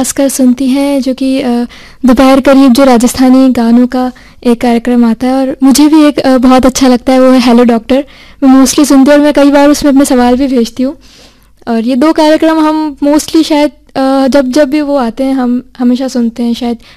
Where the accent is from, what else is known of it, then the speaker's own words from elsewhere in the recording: Udaipur, Rajasthan, India; मैं वैसे उदयपुर की ही रहने वाली हूँ और मैंने अपनी स्कूलिंग गुरु नानक से की है और अभी कॉलेज में थर्ड ईयर की छात्र हूँ।